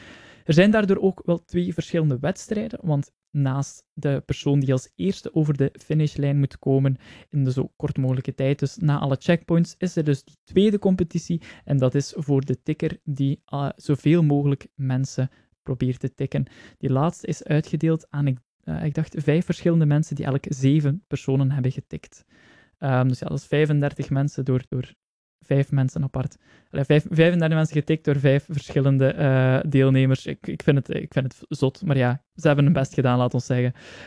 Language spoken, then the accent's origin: Dutch; Flanders, Belgium; Maar ja, daar zijn wij Belgen wel goed in.